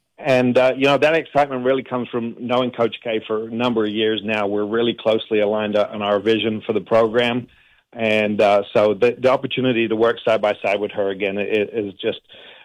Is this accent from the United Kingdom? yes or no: yes; Manchester, North West England, United Kingdom; moved away; also born or lived in Nairobi, Kenya; I was born in Nairobi, Kenya, and grew up in Manchester, England